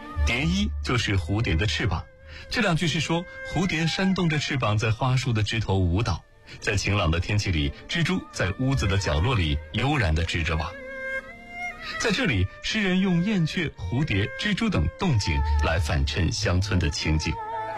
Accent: China

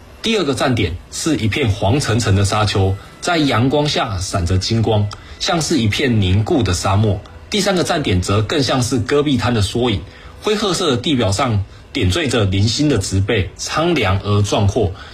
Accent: Taiwan; 我从小在台湾岛上长大，看惯了山和海，

